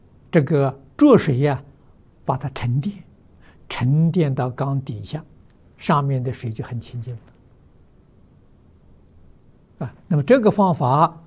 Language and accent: Chinese; China; also born or lived in Fujian; 我小时候我住家乡，我们榆江县没有自来水。抗战期间我住在福建，我住在延平，没有自来水，建瓯也没有自来水。